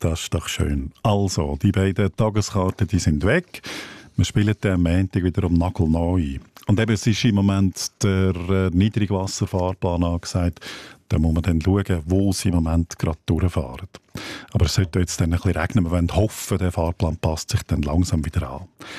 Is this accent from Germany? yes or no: no; Aargau, Switzerland; habe ich heute aus meinem eigenen Dialekt entlehnt, wenn es noch immer stark durchabgeht, eine Strasse zum Beispiel oder ein Weg, ein Wanderweg, dann sagt man im Aargau auch Abheldung.